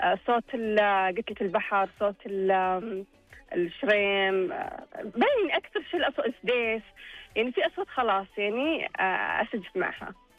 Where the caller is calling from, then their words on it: Khobar, Eastern Province, Saudi Arabia; من الخبر.